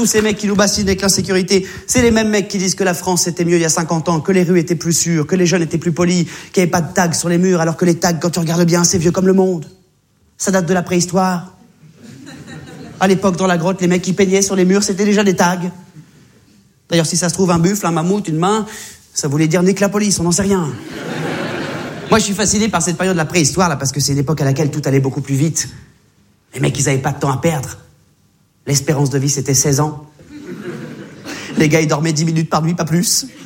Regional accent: Réunion

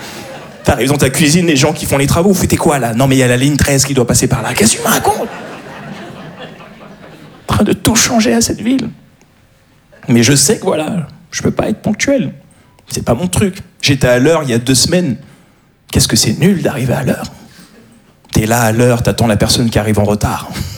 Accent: Paris, Île-de-France, France; je suis un Parisien, voilà ce que je suis.

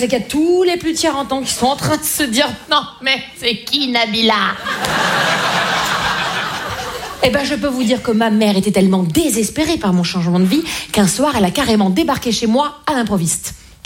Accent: Grand Est, France; accent: Vosges; C'est rien, c'est mon accent vosgien qui remonte parfois.

